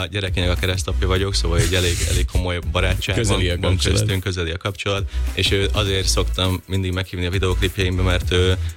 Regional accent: Győr-Moson-Sopron, Hungary; mert egy helyről származunk, szóval ő is Sopron környéki

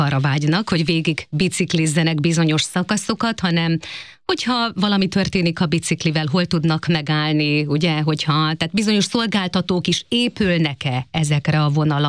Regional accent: Great Hungarian Plain, Hungary; én alföldi lány vagyok

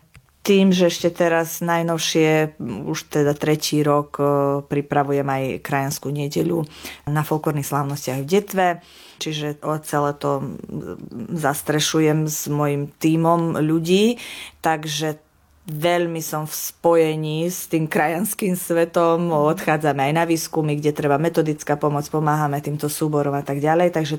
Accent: Janošík, Vojvodina, Serbia; pochovaný bol v mojej rodnej obci v Janošiku, teda v Srbsku dnešnom.

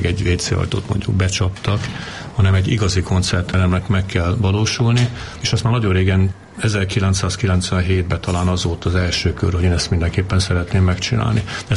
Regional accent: Veszprém, Veszprém County, Hungary; tehát nagyjából így nőttem fel, aztán innen jártam Almádiba vitorlázni, az is meghatározó élmény volt, és egyébként pedig ugye hát a szüleimmel mi Veszprémbe laktunk.

